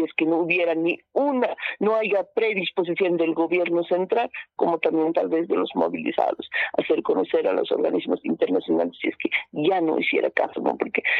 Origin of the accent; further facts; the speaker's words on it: Bolivia; todos somos bolivianos